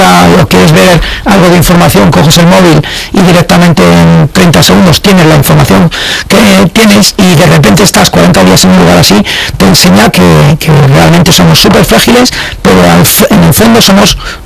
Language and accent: Spanish; Íscar, Castile and León, Spain; Soy castellano y ahí nos hacemos duros.